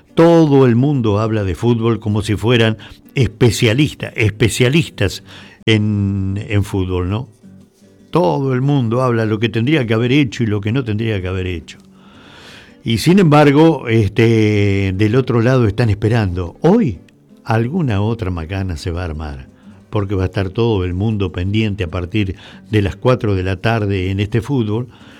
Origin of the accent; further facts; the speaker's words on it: Argentina; somos argentinos